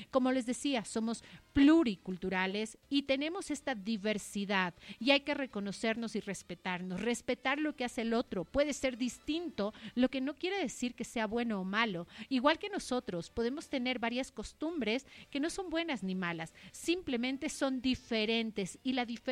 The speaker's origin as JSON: {"language": "Spanish", "country": "Ecuador", "said": "nosotros, como ecuatorianos"}